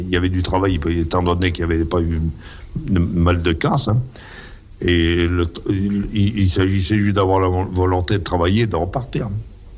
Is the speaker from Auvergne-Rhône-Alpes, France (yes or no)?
yes; Auvergne-Rhône-Alpes, France; J'aurais jamais cru que les Allemands fassent un massacre pareil dans notre coin, hein, chez nous